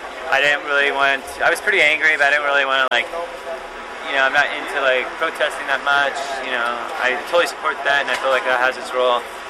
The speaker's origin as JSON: {"language": "English", "region": "California", "country": "United States", "tie": "born or raised there", "moved": "yes", "lives_now": "New York, United States", "said": "I grew up in Northern California and moved to New York"}